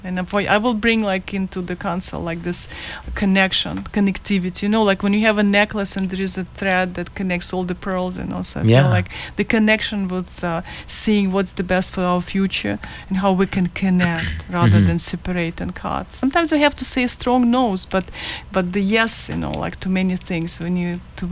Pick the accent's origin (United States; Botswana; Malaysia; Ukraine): Ukraine; moved away; And, like, I'm coming from Ukraine, you know, like 25 years ago, but my heart is still in pain, you know, like, this was going on.